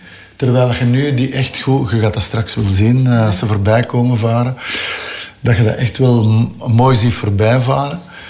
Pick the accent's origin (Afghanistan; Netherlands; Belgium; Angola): Belgium; Flanders; ik ben opgegroeid aan de Leuvense vaart. Hè. Ons ouderlijk huis was daar.